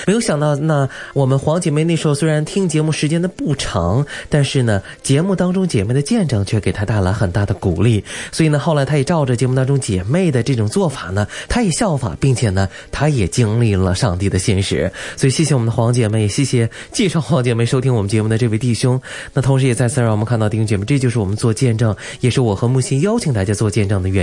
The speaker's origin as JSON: {"language": "Chinese", "country": "China", "said": "我们中国人常说一句话啊"}